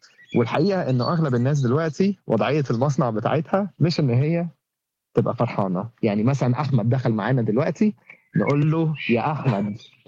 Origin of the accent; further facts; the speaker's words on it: Egypt; الكلمة دي مش عندنا في مصر